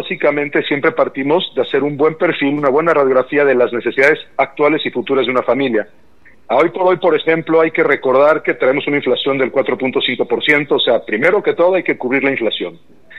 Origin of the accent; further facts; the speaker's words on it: Mexico; el principal riesgo que hoy por hoy como mexicanos tenemos es que a veces nos da flojera hacer las cosas.